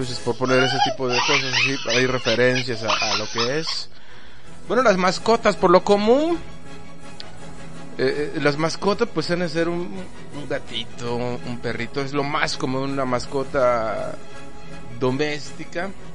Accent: Yucatán, Mexico; Hablo como mexicano, güey. Tú hablas como chucateco, güey. Si somos chucatecos.

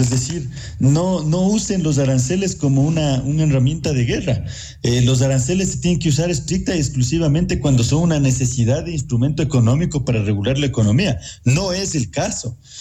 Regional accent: Ecuador; los ecuatorianos deberíamos aprovechar este motivo de su entrevista para unirnos

